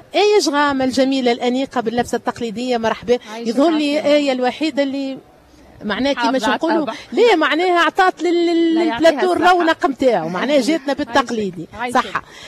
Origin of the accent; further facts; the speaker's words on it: Tunisia; ما شكون منا كتونسي